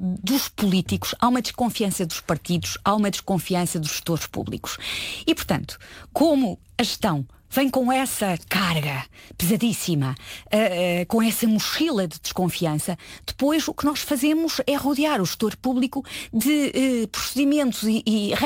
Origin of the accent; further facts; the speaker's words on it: Portugal; sou portuguesa